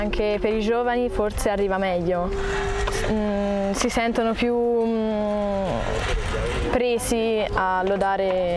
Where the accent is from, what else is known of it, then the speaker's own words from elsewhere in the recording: Volterra, Tuscany, Italy; Vengo da Volterra